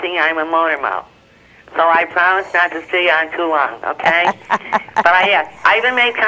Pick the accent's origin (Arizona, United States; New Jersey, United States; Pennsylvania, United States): Pennsylvania, United States; Wilkes-Barre; Well, I'm from Wilkes-Barre, Pennsylvania, sister, near the Pocono Mountains.